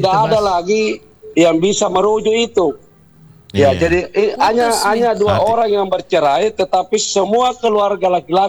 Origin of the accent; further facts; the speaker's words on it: Makassar, South Sulawesi, Indonesia; Iya, apalagi kita orang Makassar itu, yeah, khusus saya ngomong ini.